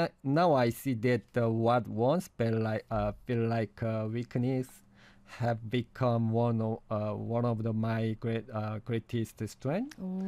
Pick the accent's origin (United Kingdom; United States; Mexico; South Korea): South Korea; Jeju; English is a second language; When I told him I was from Jeju